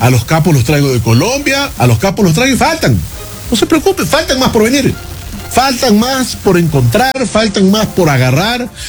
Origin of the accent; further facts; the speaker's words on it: Ecuador; Y discúlpenme, Andrés, todos somos ecuatorianos.